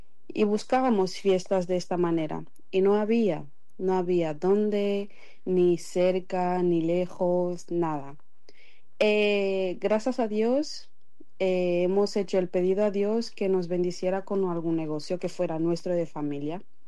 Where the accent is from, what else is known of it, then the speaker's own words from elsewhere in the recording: Angola; now in Vilanova i la Geltrú, Spain; Somos una familia de migrantes, entre padres, madres, abuelos, tíos. Venimos todos de Angola. Al decidir emigrar para España, hemos decidido quedarnos en Vilanova y La Geltrú